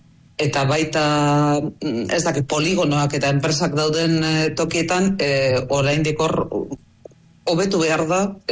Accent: Amorebieta-Etxano, Basque Country, Spain

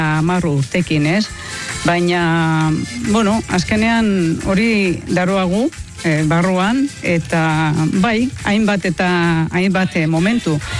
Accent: Bermeo, Basque Country, Spain; accent: Bermeo Basque dialect (Biscayan)

